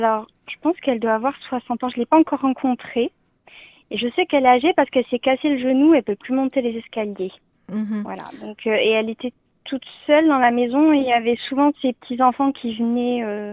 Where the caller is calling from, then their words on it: Bordeaux, Nouvelle-Aquitaine, France; De Bordeaux.